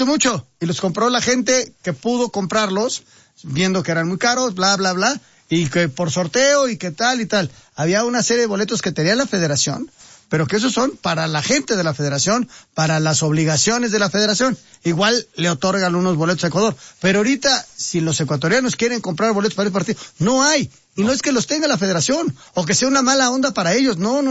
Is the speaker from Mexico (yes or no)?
yes; Mexico; Y somos mexicanos nosotros, nosotros le vamos a México.